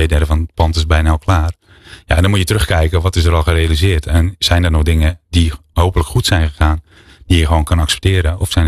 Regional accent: Netherlands; En het verbaast mij dat wij dat niet als Nederlanders aan het doen zijn.

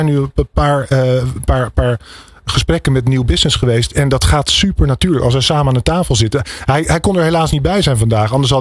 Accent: Amsterdam, North Holland, Netherlands; Ja, het is toch, wij komen uit Amsterdam.

